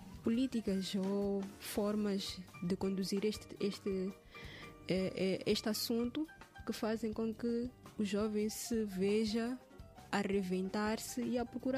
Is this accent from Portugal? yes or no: no; Mozambique